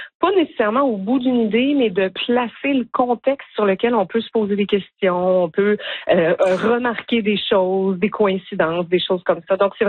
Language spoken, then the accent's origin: French; Ontario, Canada; moved away as an adult; also born or lived in Quebec; now in Nova Scotia, Canada; Puis moi, comme vous l'avez dit, je viens de l'Ontario. Je connais bien l'Ontario. J'ai vécu là 25 ans.